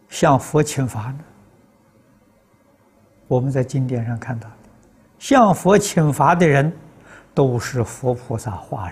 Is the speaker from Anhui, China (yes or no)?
yes; Tongcheng, Anhui, China; moved away; 我们家乡的时候文风比较盛，这大家晓得清朝有个桐城派就出在我们家乡，所以农村里面的小朋友都念书